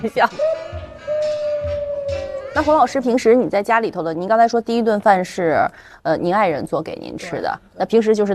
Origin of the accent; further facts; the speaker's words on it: China; 我们中国的人